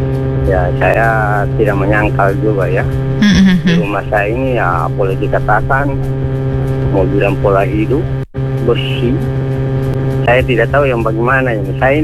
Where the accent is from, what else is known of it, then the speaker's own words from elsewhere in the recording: North Sulawesi, Indonesia; kalau di kampung saya Bunda, di Sulawesi Utara dulu, orang tua dulu itu korok dengan sendok itu